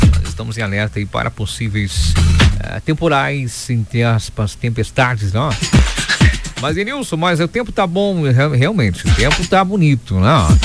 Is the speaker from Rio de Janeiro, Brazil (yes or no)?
no; Rebouças, Paraná, Brazil; moved away; É, eu sou rebolsense, né? … eu sou rebolsense. Eu sou natural de Rebouças